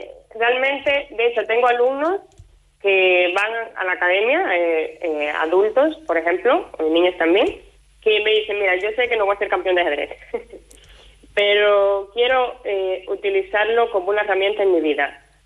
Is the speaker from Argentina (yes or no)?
no; Cuba; now in La Rioja, Spain; Sí, yo salí de Cuba sola. O sea, llegué aquí prácticamente por agrupación familiar, ¿vale? Mi esposo es español.